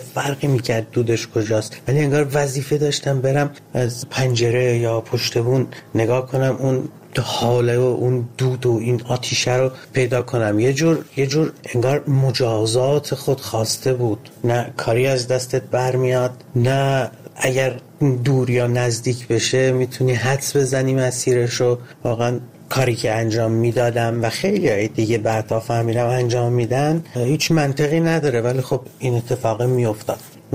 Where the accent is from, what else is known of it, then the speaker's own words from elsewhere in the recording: Ahvaz, Khuzestan, Iran; من کودکیمو توی جنگ گذروندم، اهواز، و در تمام طول 8 سال جنگ من با این سیر افزایشی بمباران‌ها بزرگ می‌شدم.